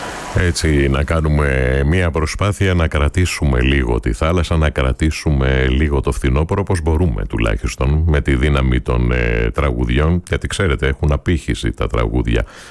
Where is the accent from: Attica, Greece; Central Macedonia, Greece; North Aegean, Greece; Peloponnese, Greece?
Peloponnese, Greece; Nafplio; moved away; Πολλούς χαιρετισμούς και βεβαίως στην πατρίδα μου. Μια καλημέρα, καλό Σαββατοκύριακο και καλό χειμώνα βεβαίως στο ναύπλιό μου.